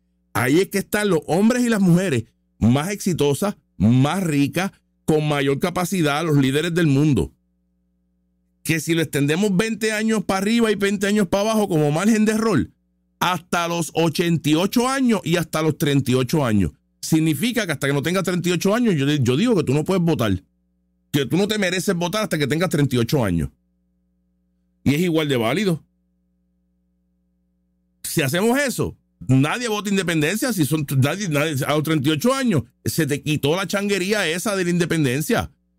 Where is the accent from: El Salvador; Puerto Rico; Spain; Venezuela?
Puerto Rico; Puerto Rico es 135, es pequeño. Y nosotros tenemos una calidad de vida de país grande porque somos parte de Estados Unidos.